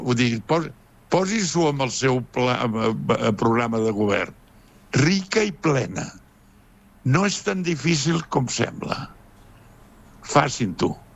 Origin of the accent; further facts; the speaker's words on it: Sant Joan de les Abadeses, Catalonia, Spain; el meu poble, que és Sant Joan de les Abadeses